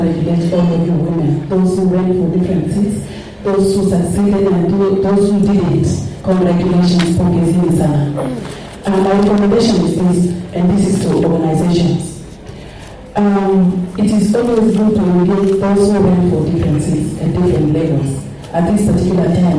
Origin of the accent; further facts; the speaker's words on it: Nakuru County, Kenya; from Nakuru County.